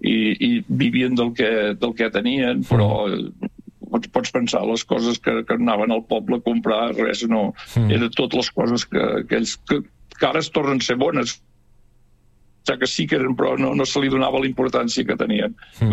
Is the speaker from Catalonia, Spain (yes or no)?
yes; Sant Joan de les Abadeses, Catalonia, Spain; Vaig néixer a la Roca, soc fill de Sant Joan de les Abadeses, tu ja ho saps, però pels que no ho sàpiguen, soc fill de Sant Joan de les Abadeses.